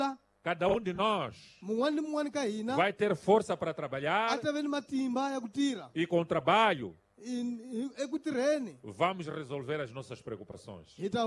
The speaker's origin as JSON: {"language": "Portuguese", "country": "Mozambique", "said": "Vamos nos unir como moçambicanos, respeitando a diferença."}